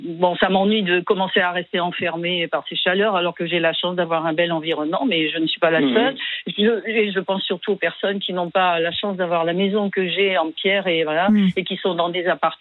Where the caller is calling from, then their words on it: Sarlat-la-Canéda, Nouvelle-Aquitaine, France; moi je suis de Sarlat